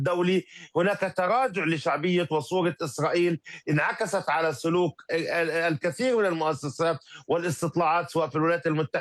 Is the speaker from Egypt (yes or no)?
no; Palestine; نحن كشعب فلسطيني